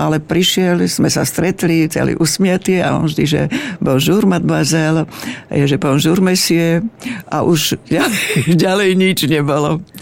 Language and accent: Slovak; Blatnica, Žilina Region, Slovakia; lebo my sme boli autobusári z Blatnici